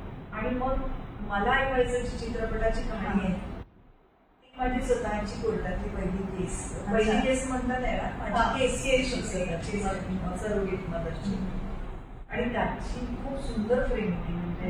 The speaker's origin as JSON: {"language": "Marathi", "town": "Nagpur", "region": "Maharashtra", "country": "India", "tie": "born there", "said": "माझं बालपण सगळं बाबांची आमच्या ट्रान्सफर होत राहायची PWD मध्ये होते, त्याच्यामुळे मी जन्म नागपूरचा"}